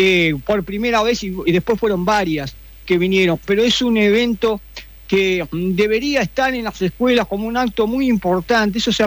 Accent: Argentina; se nos identifica como argentinos

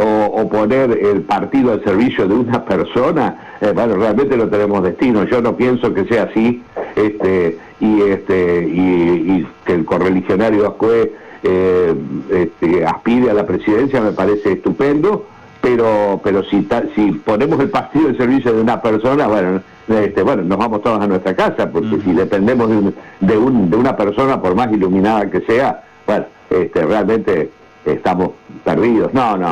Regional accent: Entre Ríos, Argentina; Yo soy de Islas del Ibicuí.

